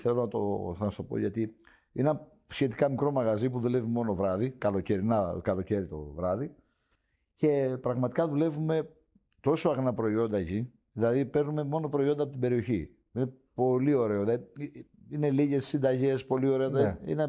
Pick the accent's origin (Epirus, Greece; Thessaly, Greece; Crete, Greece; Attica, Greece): Crete, Greece; Rethymno; born or raised there